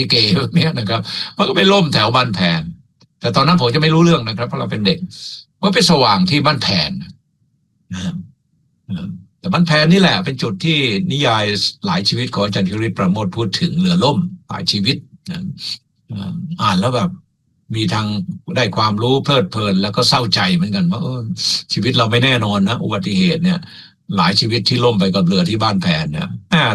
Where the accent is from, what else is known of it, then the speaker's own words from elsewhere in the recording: Suphan Buri, Thailand; born there; moved away; also born or lived in Pak Chong, Nakhon Ratchasima; เราเป็นคนบ้านนอกปากช่องแต่ว่าย้อนอดีตสมัยอยู่สุเป็นเด็กสุพรรณเนี่ย